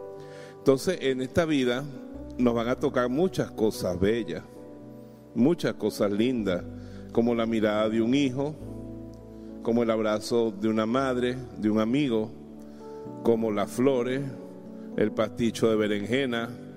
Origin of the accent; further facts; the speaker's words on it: Bejuma, Carabobo, Venezuela; mi pueblo Bejuma era la antesala del cielo